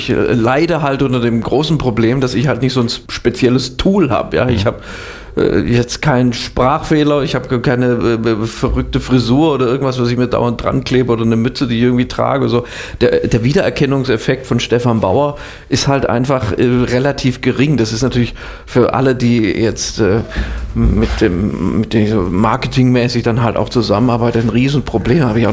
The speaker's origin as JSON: {"language": "German", "region": "Swabia", "country": "Germany", "tie": "born or raised there", "also_born_or_lived": "Stade", "said": "dann wurde ich zwar in Norddeutschland geboren, aber bin dann auch sehr schnell nach Schwaben umgezogen. Im Grunde bin ich Schwabe. Also auch bis heute, man hört es jetzt nicht mehr so im Dialekt, aber auch so, mein Herz hängt halt auch schon so am Süden Deutschlands."}